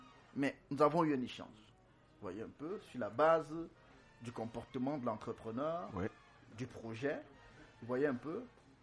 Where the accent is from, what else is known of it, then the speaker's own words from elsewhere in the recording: Cameroon; En tant qu'Africain, en tant que Camerounais.